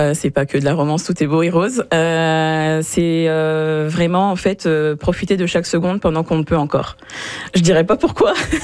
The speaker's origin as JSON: {"language": "French", "country": "France", "said": "Bah, parce que je suis française"}